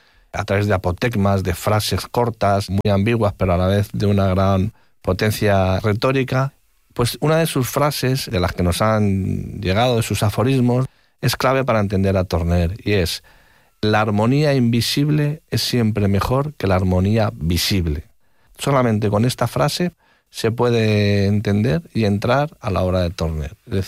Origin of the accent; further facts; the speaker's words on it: Madrid, Community of Madrid, Spain; la Plaza de los Cubos para mí es un referente como madrileño desde mi infancia.